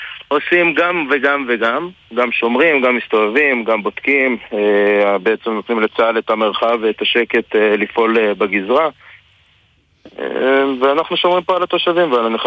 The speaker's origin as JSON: {"language": "Hebrew", "town": "Kiryat Shmona", "region": "Northern District", "country": "Israel", "tie": "born there", "moved": "yes", "lives_now": "Misgav Am, Israel", "said": "אני יליד קריית שמונה."}